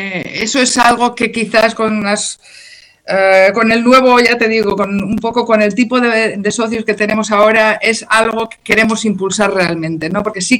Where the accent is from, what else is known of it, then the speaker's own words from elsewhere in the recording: Basque Country, Spain; ¿Qué es el País Vasco? ¿Qué somos los vascos? ¿Cómo vemos la vida?